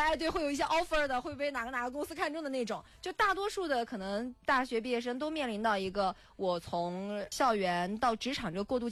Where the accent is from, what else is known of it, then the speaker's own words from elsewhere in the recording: Bengbu, Anhui, China; 我们不是小县城，我们是皖北中心城市，咱不是县城哈，正儿八经地级市。我们1947年就设市了。